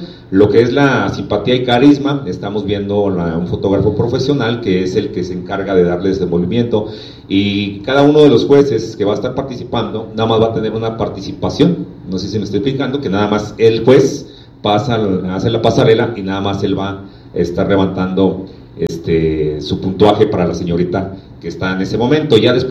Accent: Mexico

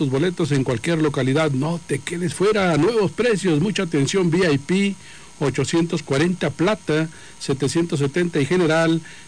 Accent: Mexico; Como buenos mexicanos, muchas veces dejamos todo prácticamente para la mera hora.

